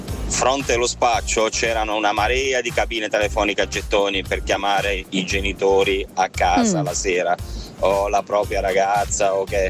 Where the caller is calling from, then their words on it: Vigevano, Lombardy, Italy; da Vigevano.